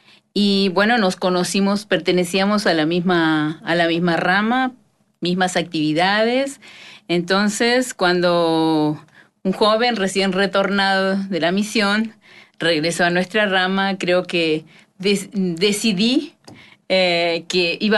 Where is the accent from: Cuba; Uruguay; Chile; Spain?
Uruguay; Minas, Lavalleja; born there; Los dos somos de Minas, nacimos en Minas y pues nos conocimos en Minas también, que es una ciudad muy pequeñita